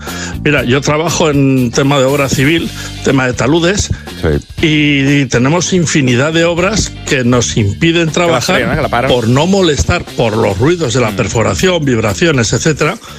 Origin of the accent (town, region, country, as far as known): San Sebastián, Basque Country, Spain